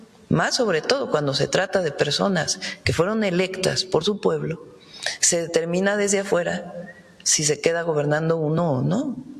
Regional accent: Mexico; Pero tenemos que ser muy serios como mexicanos

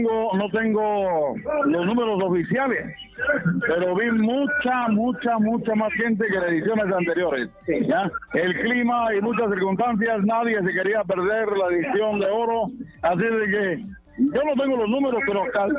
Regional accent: Guatemala; Nosotros, la verdad, como guatemaltecos, queríamos que Mario Pacay ganara la carrera.

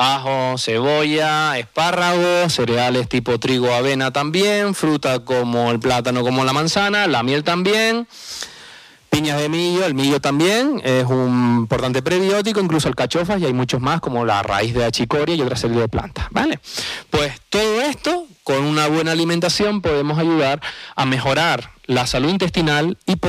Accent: San Andrés, Spain; En mi pueblo de San Andrés

